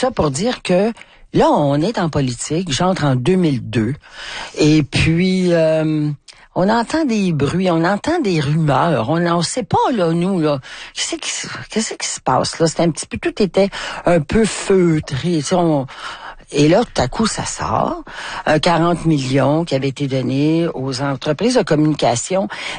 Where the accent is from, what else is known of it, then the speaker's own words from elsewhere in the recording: Quebec, Canada; on est québécois